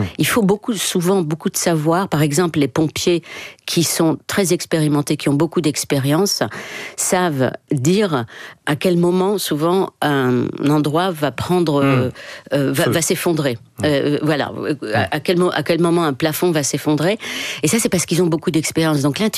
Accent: Morocco; Oui, je décris ce sentiment quand j'étais enfant au Maroc. On avait le sentiment de la bienveillance du roi, mais on n'était pas sûr.

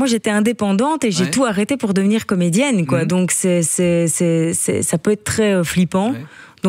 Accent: Liège, Wallonia, Belgium; je suis liégeoise. Et donc, je suis un petit peu liégeoise.

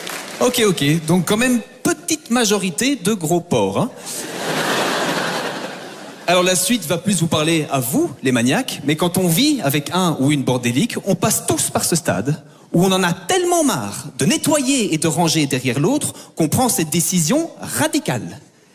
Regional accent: Belgium; je suis belge, comme vous pouvez l'entendre à mon intérieur. Hein, au fait que je parle, moi, ben, normalement.

